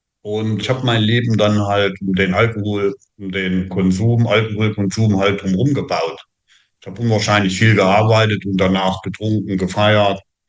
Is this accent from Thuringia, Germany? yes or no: yes; Thuringia, Germany; ich bin in Thüringen aufgewachsen